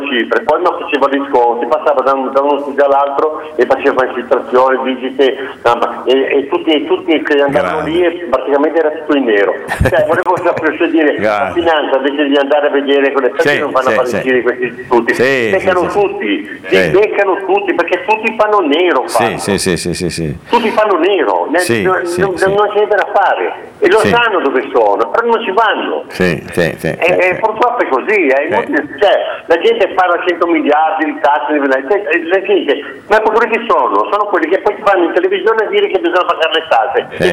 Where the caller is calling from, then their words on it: Genoa, Liguria, Italy; siamo da Marassi.